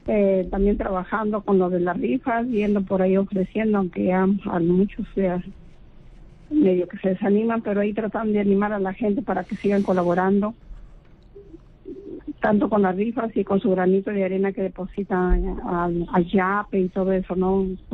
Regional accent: Cajamarca, Peru; now in Trujillo, Peru; también quisiera llamar de repente de Cajamarca, me escuchan a bien porque yo soy de Cajamarca.

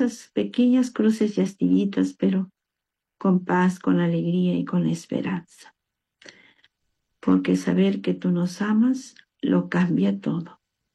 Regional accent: Peru

